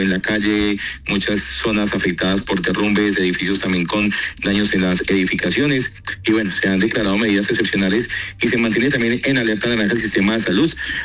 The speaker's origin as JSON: {"language": "Spanish", "town": "Pereira", "region": "Risaralda", "country": "Colombia", "moved": "yes", "lives_now": "Armenia, Colombia", "said": "yo soy de Pereira"}